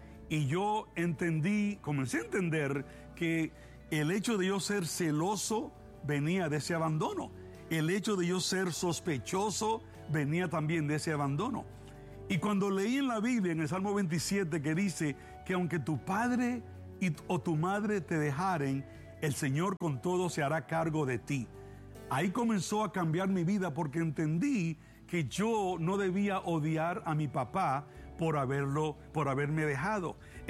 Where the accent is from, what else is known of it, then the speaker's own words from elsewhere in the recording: Dominican Republic; born there; moved away; also born or lived in New York; yo nací en República Dominicana, renací en Nueva York